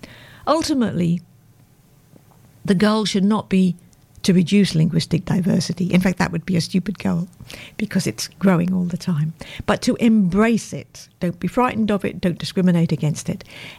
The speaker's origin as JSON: {"language": "English", "country": "United Kingdom", "accent": "British", "moved": "as an adult", "lives_now": "Australia", "said": "After 50-odd years here in Australia, I think I'm still pretty identifiable as British originally."}